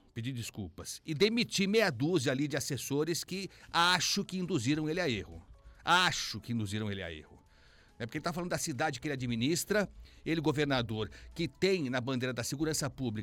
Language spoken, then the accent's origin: Portuguese; São Paulo, Brazil; Infelizmente, eu estou falando aqui como paulistano